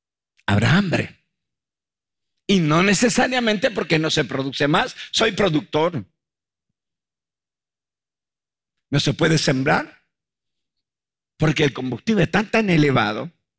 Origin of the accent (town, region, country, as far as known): Argentina